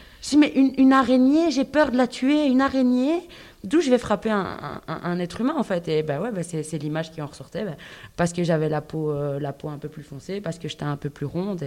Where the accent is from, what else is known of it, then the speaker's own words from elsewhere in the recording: Belgium; moi j'ai grandi en Belgique, je parle que français